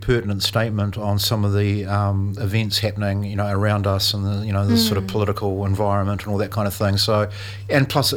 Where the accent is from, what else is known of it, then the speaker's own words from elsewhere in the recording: Dunedin, Otago, New Zealand; I grew up with him in Dunedin.